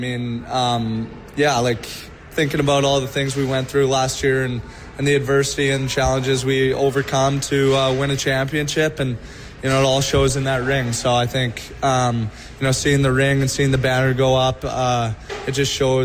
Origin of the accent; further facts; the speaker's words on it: Saskatoon, Saskatchewan, Canada; Yeah, I grew up in Saskatoon. I played minor hockey there and then, you know, played Saskatoon Blazers. That's where I played AAA.